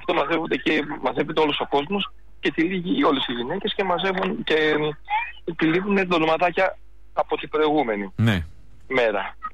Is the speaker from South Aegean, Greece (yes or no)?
yes; Kasos, South Aegean, Greece; now in Athens, Greece; έρχονται όλοι οι κάσοι, οι κασιώτες που είμαστε, ή από την Αθήνα όπως είμαστε εμείς